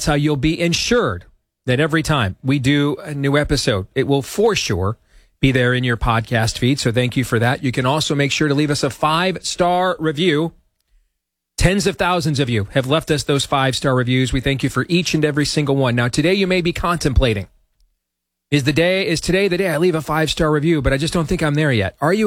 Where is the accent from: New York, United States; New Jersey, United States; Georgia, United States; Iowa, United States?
Iowa, United States; He's now the Republican nominee for governor here in my home state of Iowa